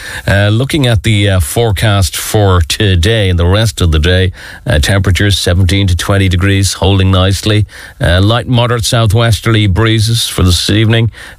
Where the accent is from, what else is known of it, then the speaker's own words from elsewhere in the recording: Ireland; it means so much to us as Irish people.